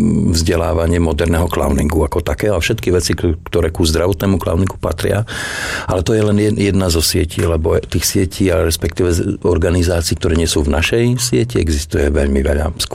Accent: Hradec Králové, Hradec Králové Region, Czechia; now in Slovakia; ja som vyrastal v Hradci Králové. Tam na letisku vlastne ma ocino brával a keď sa rozdelili republiky, tak ocina poprosili, aby prišiel sem

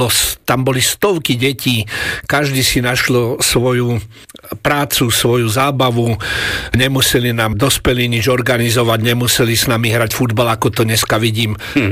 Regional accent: Prievidza, Trenčín Region, Slovakia; now in Bratislava, Slovakia; No a tak som tam vyrastal

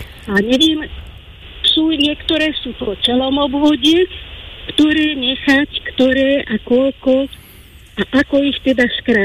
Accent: Stará Turá, Trenčín Region, Slovakia; Nie, ja som zo Starej Turej.

